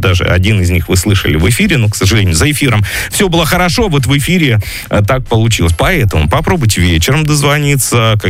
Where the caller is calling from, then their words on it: Bryansk Oblast, Russia; Я из Брянской области.